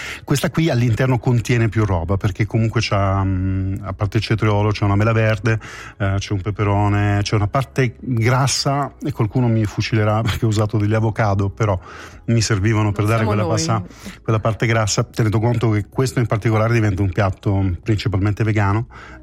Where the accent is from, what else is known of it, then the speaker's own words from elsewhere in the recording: Apulia, Italy; born there; Io però sono nato in Puglia